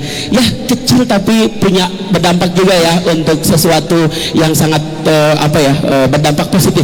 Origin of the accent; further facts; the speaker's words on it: Maluku, Indonesia; kita orang Kei sejak dulu hingga kini tetap harus mempertahankan itu sebagai sebuah pandangan hidup kita